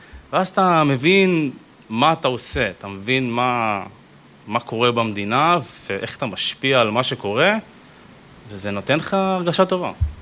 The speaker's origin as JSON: {"language": "Hebrew", "town": "Haifa", "region": "Haifa District", "country": "Israel", "moved": "as an adult", "lives_now": "Central Israel", "said": "אני בן 26, מחיפה, במקור. עברתי למרכז לשנה האחרונה."}